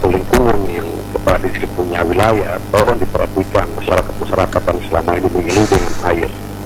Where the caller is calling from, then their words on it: North Biak district, Biak, Papua, Indonesia; Gopi Utara, distrik Gopi Utara, kampung Gopi.